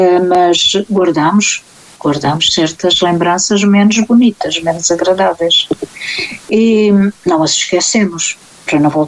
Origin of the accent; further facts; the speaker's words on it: Portugal; born there; moved away; Eu sei o que era Portugal, sei o que era a minha terra, a minha aldeia, sei o que ela era no meu tempo de jovem criança e quando de lá saí, e sei o que ela é hoje quando lá volto.